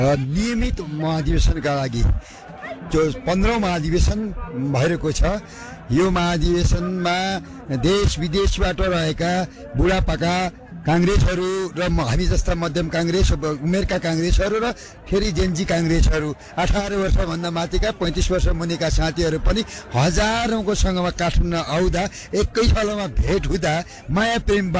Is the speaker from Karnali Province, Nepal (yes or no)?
no; Sudurpashchim Province, Nepal; बहिनी, म दार्चुला जिल्ला सुदूरपश्चिम प्रदेशको दार्चुला जिल्लाबाट, म ब्यास गाउँपालिका हो मेरो घर।